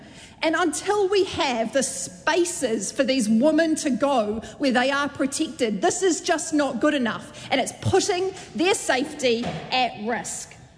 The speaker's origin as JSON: {"language": "English", "town": "Hamilton", "region": "Waikato", "country": "New Zealand", "said": "I'm from Hamilton Kirikiriroa."}